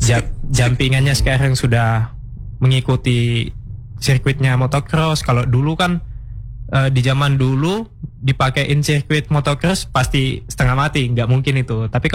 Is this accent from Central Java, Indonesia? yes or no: no; Papua, Indonesia; tinggalnya di Papua sana.